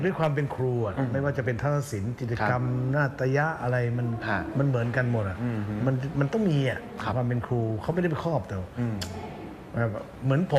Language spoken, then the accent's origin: Thai; Isan, Thailand; เราก็เป็นคนอีสาน